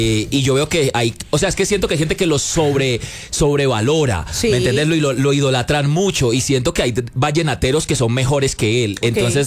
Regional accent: Colombia; Yo soy colombiano

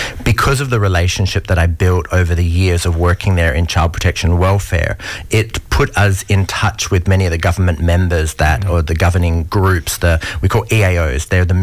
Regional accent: Perth, Western Australia, Australia; moved away as an adult; now in Thailand; I'm actually from Perth. I went to a school, Thornleigh Christian College, now known as Providence.

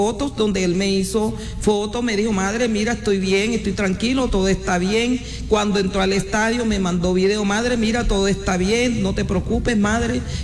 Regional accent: Cartagena, Bolívar, Colombia; yo soy cartagenera.

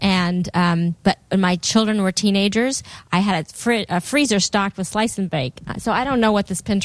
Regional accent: New York City, New York, United States; I grew up in New York City, and we had a tiny kitchen.

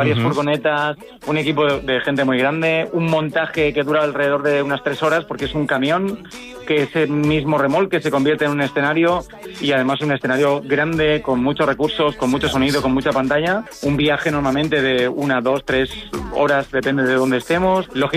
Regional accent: Valencian Community, Spain; como Villena, como pasa en mi tierra en Valencia, que hay muchas bandas, muchas orquestas, pues eso, mucha conexión con la música.

